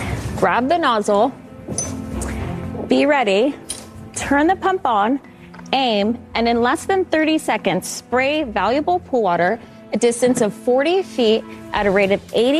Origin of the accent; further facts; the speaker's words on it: El Dorado Hills, California, United States; Hello, sharks. … I am from El Dorado Hills, California, and I am the co-founder of Firefighter One.